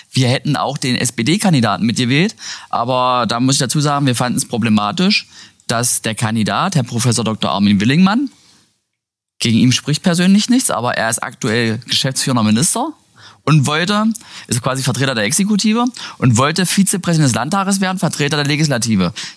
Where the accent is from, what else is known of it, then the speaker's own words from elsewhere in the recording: Saxony-Anhalt, Germany; bei uns in Sachsen-Anhalt. Ich komme aus dem Salzlandkreis.